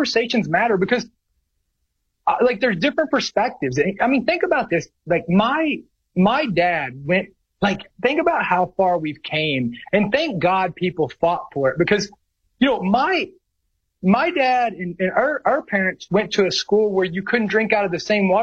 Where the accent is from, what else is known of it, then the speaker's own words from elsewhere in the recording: United States; we will never compromise the fact that we are an American first.